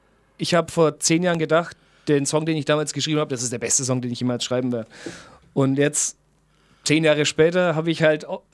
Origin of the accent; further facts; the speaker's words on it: Wachendorf, Germany; Auf der Rückseite ist ein Baum, der steht in meinem Heimatdorf, in Wachendorf.